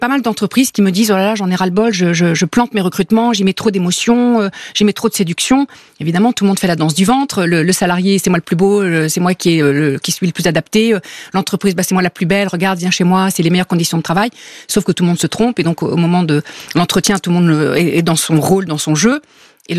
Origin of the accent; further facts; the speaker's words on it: France; je précise que je suis française et que je fais une écriture étrangère.